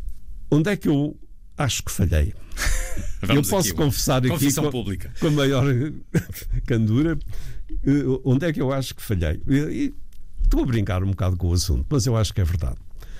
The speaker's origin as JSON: {"language": "Portuguese", "town": "Vila do Conde", "region": "Norte", "country": "Portugal", "tie": "born or raised there", "said": "Porque eu cresci em Vila de Conde."}